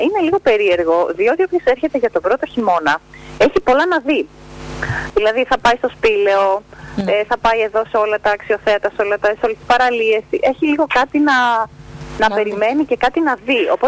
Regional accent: Northern Greece, Greece; moved away as an adult; now in Irakleia, Greece; Εγώ είμαι από Καρπερί Θερών, από Βόρεια Ελλάδα.

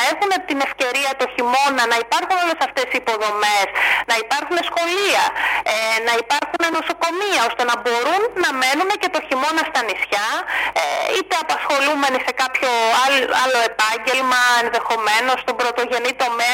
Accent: Chalki, South Aegean, Greece; born there; στο Χαλκί, που είναι ουσιαστικά το χωριό μου

